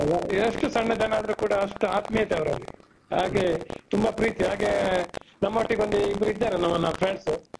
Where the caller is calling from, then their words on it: Mangaluru, Karnataka, India; Vasuki Nagar ಯಕ್ಕೂರಿಂದ